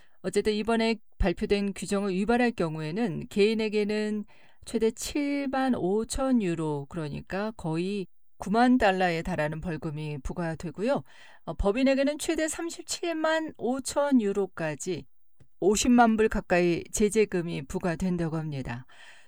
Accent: South Korea; 한국인으로서는 안타깝고 부끄러운 마음이 듭니다

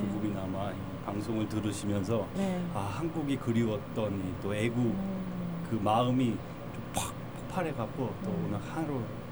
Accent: Los Angeles, California, United States; 제가 미국에서 어린 유년 시절을 보냈을 때 네. 부모님도 항상 코리안 프라이드를 알려주셨어요.

